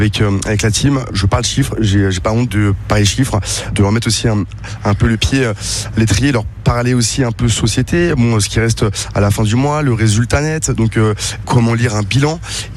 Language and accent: French; Paris, Île-de-France, France; Donc je ne disais pas forcément que j'étais de Paris.